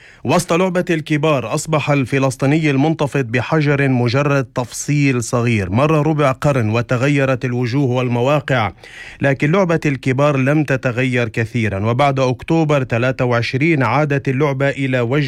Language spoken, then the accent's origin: Arabic; Palestine; ونحن كفلسطينيين